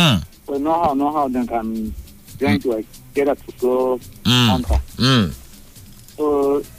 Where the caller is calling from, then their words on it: Nigeria; I come from Ujiriva.